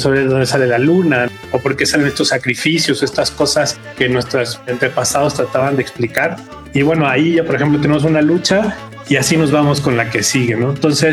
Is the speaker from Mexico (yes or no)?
yes; Mexico; nos representan muy bien ante todo el mundo y que nos orgullece como mexicanos